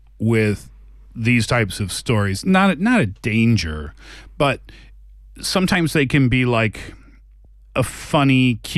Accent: Nova Scotia, Canada; And I'm from Nova Scotia, so when I see that, I have no reaction to it whatsoever.

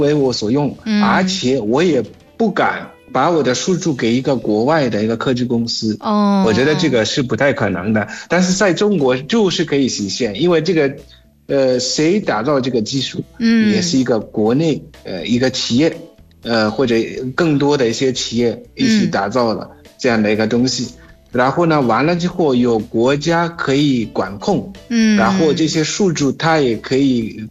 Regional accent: Zimbabwe; Chinese is a second language; now in China; 我是来自津巴布的

